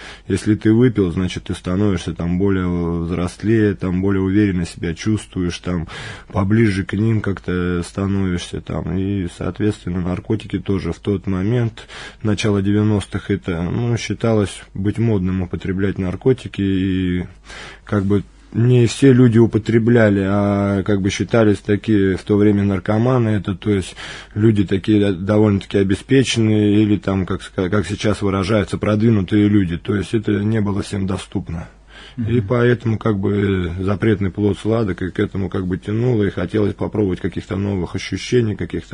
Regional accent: Guryevsk, Kemerovo Oblast, Russia; moved away as an adult; now in Moscow, Russia; 26 лет мне. Родился я в городе Гурьев, Кемеровская область, Кузбасс. И там жил до 25 лет. Сейчас уже год нахожусь в Москве, в христианском центре, вот Ковчег.

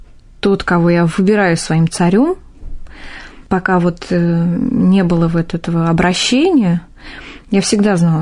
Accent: Ivanteyevka, Moscow Oblast, Russia; moved away as an adult; also born or lived in Pereslavl-Zalessky; now in Moscow, Russia; Я родилась в городе Переславль-Залесский. Потом родители переехали в город Ивантеевка, Подмосковье. И там я росла и жила, пока не вышла замуж. А выйдя замуж, я переехала жить в Москву.

